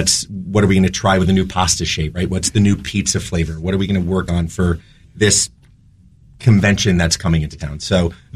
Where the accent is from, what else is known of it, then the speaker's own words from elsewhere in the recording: New Jersey, United States; also born or lived in New York, United States; And I grew up in New Jersey and New York.